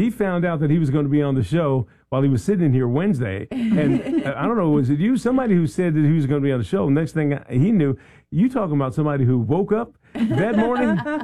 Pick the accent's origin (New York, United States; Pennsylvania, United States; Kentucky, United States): Pennsylvania, United States; Philadelphia; now in North Carolina, United States; I'm from Philadelphia